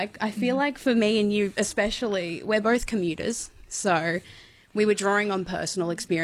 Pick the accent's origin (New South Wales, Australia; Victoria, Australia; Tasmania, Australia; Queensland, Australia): New South Wales, Australia; Goulburn; but I'm from Goulburn